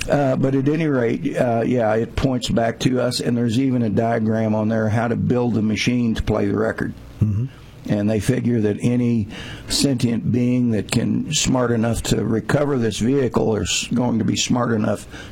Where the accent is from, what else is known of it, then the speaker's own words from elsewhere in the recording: Missouri, United States; Mike, I'm from Missouri.